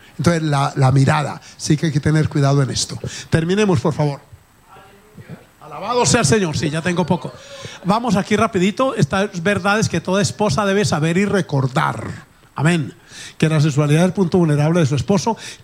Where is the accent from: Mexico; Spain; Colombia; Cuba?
Colombia; Arauca; yo vengo de Arauca, yo venía bendecido con una platica